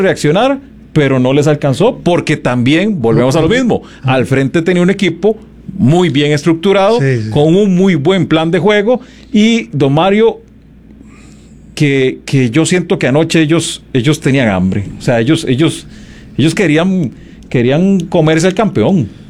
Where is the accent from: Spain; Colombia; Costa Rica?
Costa Rica; uno como costarricense dice, bueno, qué dicha que fue el equipo de Don Marvin, de un costarricense, el que se la dio.